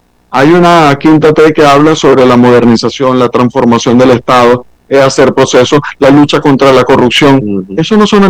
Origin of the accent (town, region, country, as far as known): Venezuela